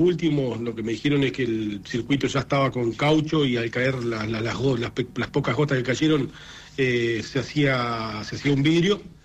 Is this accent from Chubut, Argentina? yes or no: yes; Trelew, Chubut, Argentina; La mayoría de los que vamos a Comodoro somos de Trelew.